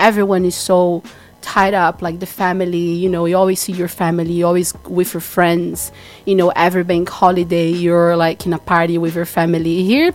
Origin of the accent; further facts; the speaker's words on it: São Paulo, Brazil; Yes. Yeah, yeah. In São Paulo.